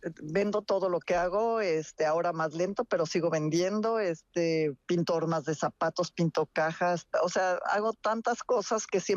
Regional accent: Mexico; pinto muy colorido como buena mexicana

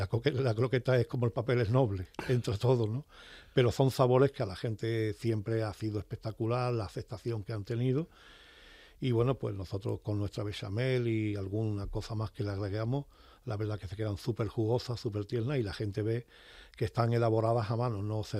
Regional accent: Cádiz, Andalusia, Spain; un poco de mi tierra del sur, de Cádiz

